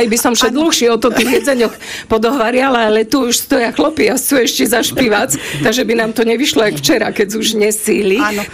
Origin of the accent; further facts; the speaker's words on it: Zemplín, Slovakia; to zemplínskeho, čo som zo Zemplína.